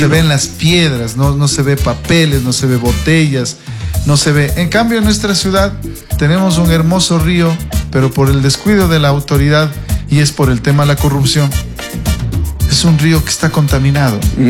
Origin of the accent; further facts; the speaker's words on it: Tulcán, Carchi, Ecuador; moved away as an adult; now in Cuenca, Ecuador; Yo vengo desde Tulcán, desde mi provincia